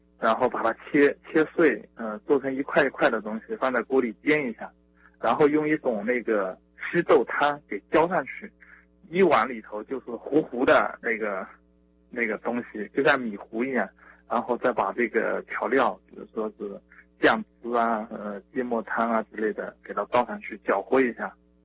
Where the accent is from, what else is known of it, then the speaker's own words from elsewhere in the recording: Zhejiang, China; 听说我是浙江人，就说啊，我们这里有什么什么投资项目，你要不要去看看啊